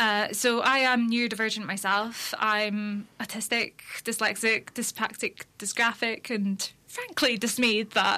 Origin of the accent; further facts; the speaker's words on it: Aberdeen, Scotland, United Kingdom; my hometown of yeah. Aberdeen.